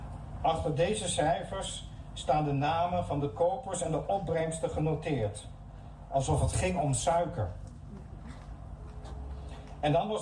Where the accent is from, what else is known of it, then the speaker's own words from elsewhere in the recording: Curaçao; Ik ben opgegroeid op Curaçao.